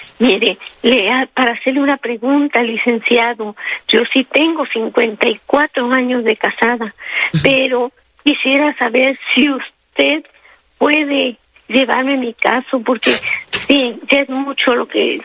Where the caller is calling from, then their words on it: Xalapa, Veracruz, Mexico; Yo soy de aquí de Xalapa, Veracruz